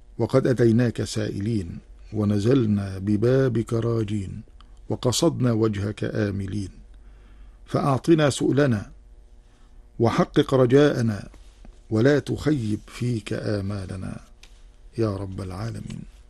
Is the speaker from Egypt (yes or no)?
yes; Egypt; اللهم اجعل بلدنا مصر أمنا أمانا سلما سلاما